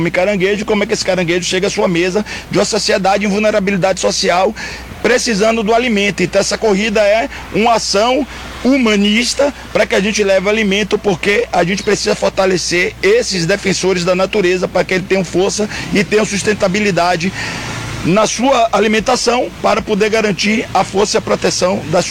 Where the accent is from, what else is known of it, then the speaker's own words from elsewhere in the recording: Amapá, Brazil; nós precisamos, como amapaense, tomar posse disso